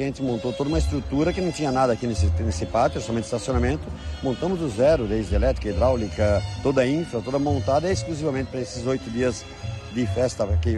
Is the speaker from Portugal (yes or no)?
no; Jaraguá do Sul, Santa Catarina, Brazil; also born or lived in Joinville; fazia faculdade em Joinville, sou de Jaraguá, mas eu fazia faculdade aqui em Joinville